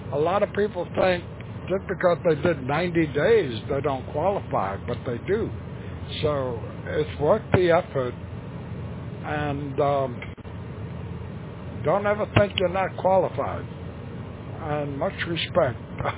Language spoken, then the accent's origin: English; Northport, New York, United States; I'm from Northport, New York, and you can look at my QRZ page and find that out. But that's where I'm from.